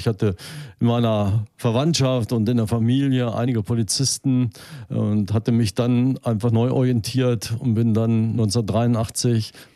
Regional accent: Vechelde, Lower Saxony, Germany; also born or lived in Braunschweig; Im Jahr 1961 ist das gewesen, also schon einige Jahre her. Bin aufgewachsen in Denzdorf, also ich glaube, die Braunschweiger kennen das, in der Gemeinde Vechelde liegt das. Dort auch meine Jugend verbracht, eigentlich wirklich in dörflicher Umgebung, behütet aufgewachsen.

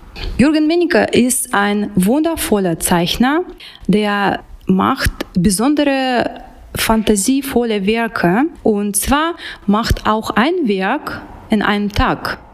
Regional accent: Vladivostok, Primorsky Krai, Russia; German is a second language; moved away as an adult; now in Braunschweig, Germany; Ich komme ursprünglich aus Vladivostok, das ist Fernosten des Russlands, und dort habe ich Kunstmalerei studiert und seitdem bleibe ich künstlerisch tätig. Ich bin 2014 nach Deutschland gekommen und auch gleich nach Braunschweig und seitdem ist mein Zuhause hier.

